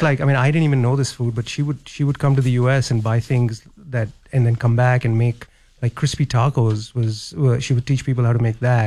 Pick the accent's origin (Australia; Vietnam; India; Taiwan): India; now in United States; in the town that I grew up in India.